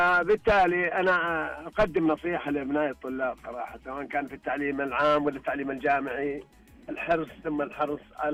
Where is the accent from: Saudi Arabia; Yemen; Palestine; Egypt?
Saudi Arabia; Mutla'a; كنا نروح من البداية من قريتي اسمها مطلعة إلى المنطقة الوسطى على سياكل